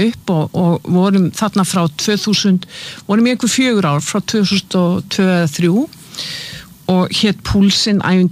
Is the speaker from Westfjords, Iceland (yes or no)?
no; Keflavik, Southern Peninsula, Iceland; Ég fætt 1961, þannig að þegar ég að alast upp og sem unglingur og þegar við vorum krakkar, ég fætt og uppalinn í Keflavík í Bíllabænum